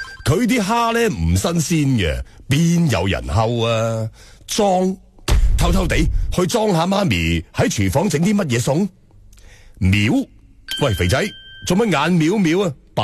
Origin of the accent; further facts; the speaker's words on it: Guangzhou, Guangdong, China; accent: Guangzhou Cantonese; 呢点咧同我哋广州话讲嘅眯就好唔一样，所以有乜法子我山东个 friend 唔听到头晕呢？